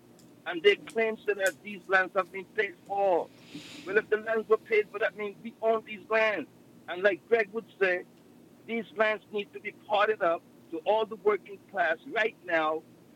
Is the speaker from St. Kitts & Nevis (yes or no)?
yes; Cotton Ground, Nevis, St. Kitts & Nevis; now in United States; I'm from Cotton Ground Village in Nevis.